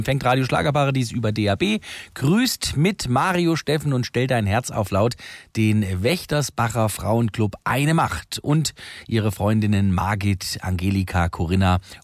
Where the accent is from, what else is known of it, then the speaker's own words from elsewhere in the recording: Thuringia, Germany; Ich bin ja Thüringer